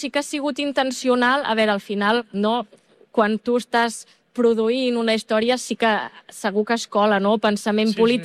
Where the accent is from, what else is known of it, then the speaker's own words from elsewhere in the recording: Catalonia, Spain; now in Berlin, Germany; Doncs soc autora catalana, faig còmics i així